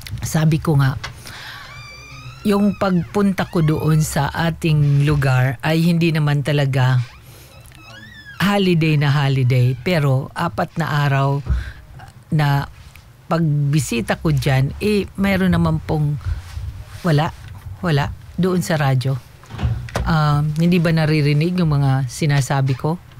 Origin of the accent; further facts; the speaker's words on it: Eastern Visayas, Philippines; moved away; sa probinsya namin, doon sa Samar